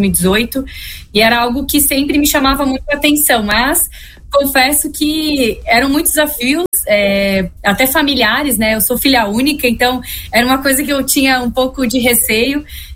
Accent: Florianópolis, Santa Catarina, Brazil; moved away as an adult; now in United States; Eu sou manezinha da ilha, sou nascida e criada em Florianópolis.

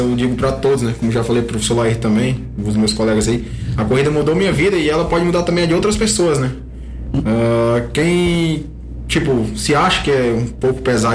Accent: Fortaleza, Ceará, Brazil; moved away as an adult; Sou natural de Fortaleza.

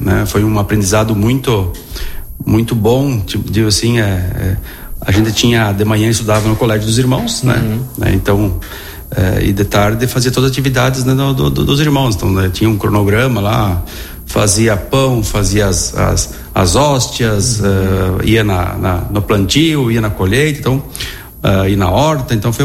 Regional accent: Vila Maria, Rio Grande do Sul, Brazil; Nasci em Vila Maria, né? Numa comunidade do interior de Vila Maria, linha 19 São João, perto da linha 18 Oroso lá, né? Filho de pequenos agricultores, né? Nasci em 77, hoje tenho 49 anos

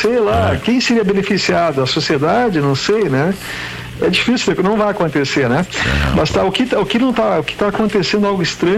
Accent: Brazil; A gente é brasileiro

